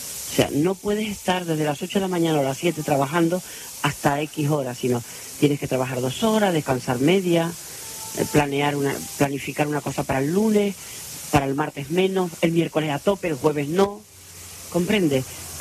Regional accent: La Palma, Canary Islands, Spain; born there; now in Tacoronte, Spain; De pequeña, tú sabes que en La Palma la tradición de las bajadas de la Virgen, la masa coral.

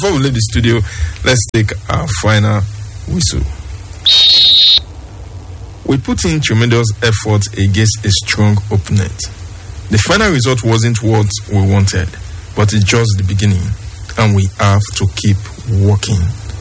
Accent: London, United Kingdom; I'm from London.

